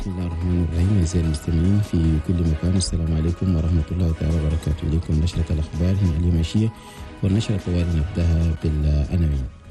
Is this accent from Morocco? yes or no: no; Chad; بين بلدنا تشاد